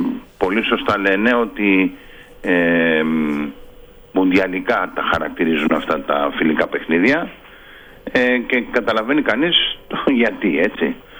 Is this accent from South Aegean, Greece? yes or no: yes; Rhodes, South Aegean, Greece; Εγώ κατάγομαι από την περιφέρεια, είμαι από τη Ρόδο.